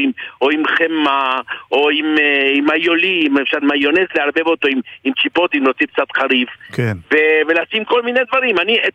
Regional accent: Argentina; שאני מאוד אוהב בתור ארגנטינאי, ואהבתי כשהייתי ילד.

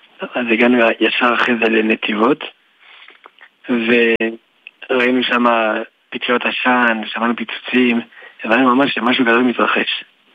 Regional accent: Jerusalem, Jerusalem District, Israel; also born or lived in France; אני האמת נולדתי בצרפת, אני צרפתי. כשהייתי בן 3 חודשים עליתי לארץ עם כל המשפחה שלי. והייתי נער, גדלתי בירושלים.

